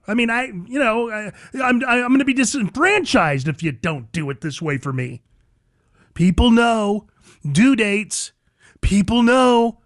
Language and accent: English; Arizona, United States; Biggest thrill Arizona's had in 20 years, and I'm from Arizona, I can tell you.